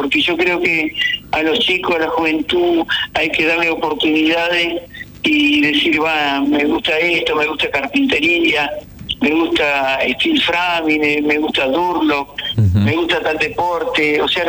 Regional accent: Paraná, Entre Ríos, Argentina; yo primero que no soy político, soy un ciudadano de Paraná

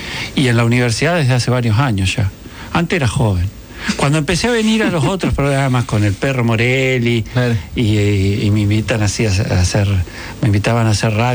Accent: Viedma, Río Negro, Argentina; now in Santa Fe, Argentina; Así que soy de Viedma, de Río Negro. El documento dice otra cosa, porque arranqué en Santa Fe, pero me crié en Viedma. Y después me vine a vivir acá, soy estudiante de esta universidad

